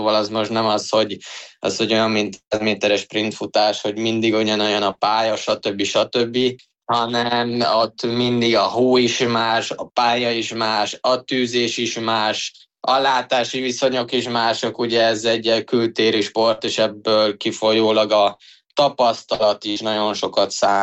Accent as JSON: {"language": "Hungarian", "region": "Budapest", "country": "Hungary", "tie": "born there", "also_born_or_lived": "Austria"}